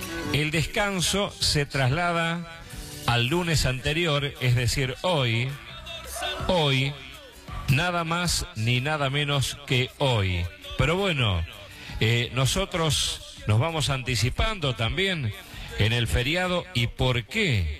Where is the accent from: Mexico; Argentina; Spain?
Argentina; somos los argentinos quienes direccionamos esta cuestión